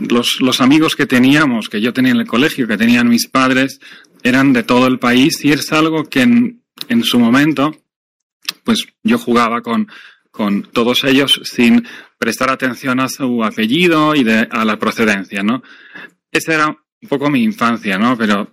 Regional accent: Belgrade, Serbia; Mi infancia, por empezar por el principio, se desarrolla en Yugoslavia. Yo nací en el año 77. Yugoslavia es un país que no existe. Ahora es Serbia. Yo nací en Belgrado.

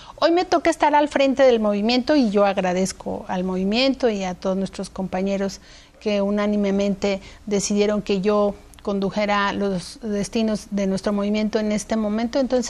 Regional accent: Iztapalapa, Mexico City, Mexico

